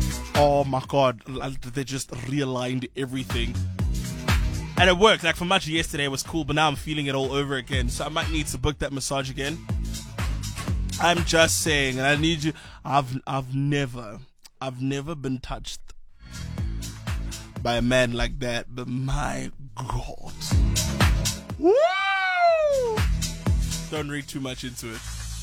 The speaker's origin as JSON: {"language": "English", "town": "Pretoria", "region": "Gauteng", "country": "South Africa", "said": "I'm from Pretoria"}